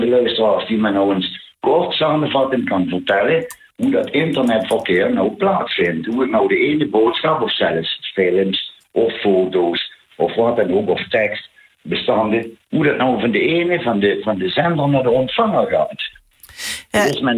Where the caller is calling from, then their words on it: Limburg, Netherlands; accent: Limburgish; Sorry van Nederland, Zuid-Limburg.